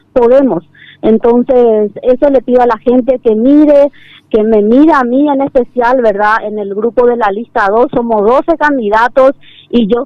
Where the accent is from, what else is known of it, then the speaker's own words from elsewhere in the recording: Pedro Juan Caballero, Amambay, Paraguay; Soy abogada, soy hija de Pedro Juan Caballero, nacida, formada acá en la ciudad de Pedro Juan Caballero